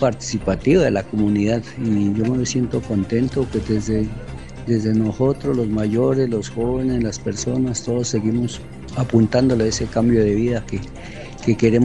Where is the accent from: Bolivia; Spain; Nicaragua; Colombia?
Colombia